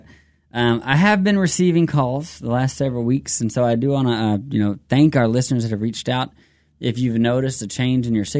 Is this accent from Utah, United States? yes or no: no; Lufkin, Texas, United States; my hometown pastor from Lufkin, Texas